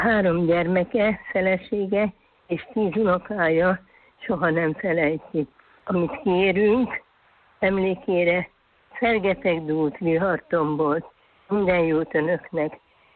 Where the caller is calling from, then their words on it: Balassagyarmat, Nógrád, Hungary; Balassagyarmatról vagyok